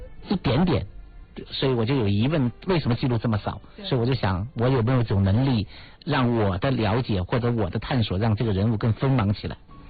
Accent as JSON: {"language": "Chinese", "town": "Wenzhou", "region": "Zhejiang", "country": "China", "tie": "born or raised there", "said": "所以我大学毕业我是回到我家乡的温州日报做一个记者跟编辑。"}